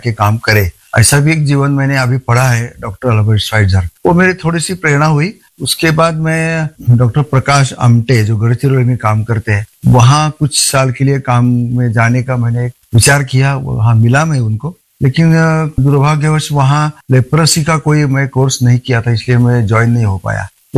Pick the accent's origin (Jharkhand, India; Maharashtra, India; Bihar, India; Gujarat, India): Maharashtra, India; Satara; moved away as an adult; now in Bastar, India; मैं रहने वाला सतारा महाराष्ट्र का हूँ